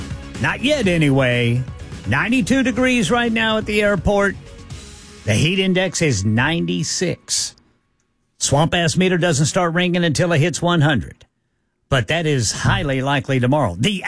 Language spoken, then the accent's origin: English; United States; born there; also born or lived in Oklahoma / Texas; now in Nashville, United States; I grew up in Oklahoma and Texas where it's definitely hot.